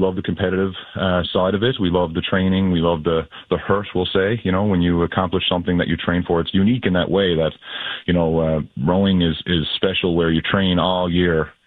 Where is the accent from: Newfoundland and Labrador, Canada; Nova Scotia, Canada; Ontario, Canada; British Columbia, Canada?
Newfoundland and Labrador, Canada; we're living Irish culture here on the island. And many songs and stories have been shared through my childhood of these individuals, these families, these people who kind of paved the way for our community and our community pride, but also, you know, the shores of Kitty Vitty Lake.